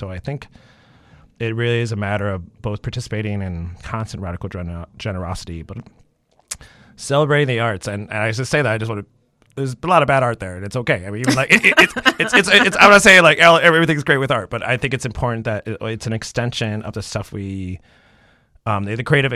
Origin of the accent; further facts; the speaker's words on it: Chicago, Illinois, United States; grew up in Chicago, and I grew up in Logan Square, so it was very bikeable already, even in the 80s.